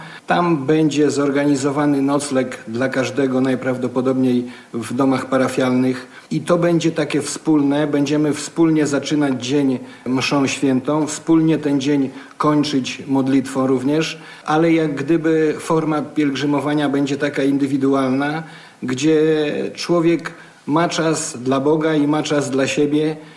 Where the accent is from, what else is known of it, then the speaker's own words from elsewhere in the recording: Ciechanów, Masovian Voivodeship, Poland; Ja pochodzę z Ciechanowa i tam mieszkam. To można powiedzieć, że święty Stanisław to taki mój ziomek, bo praktycznie niecałe 20 km od mojej miejscowości jest Rostkowo.